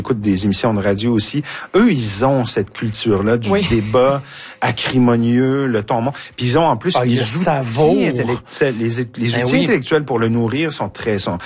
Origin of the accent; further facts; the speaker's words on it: Quebec, Canada; chez nous au Québec